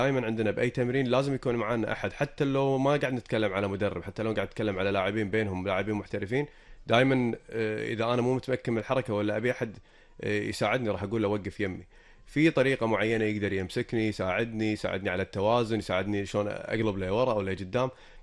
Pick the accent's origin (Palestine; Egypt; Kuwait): Kuwait